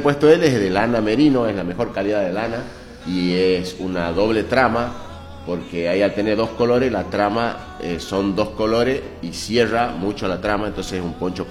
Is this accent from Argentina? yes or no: yes; Tucumán, Argentina; Lamentablemente.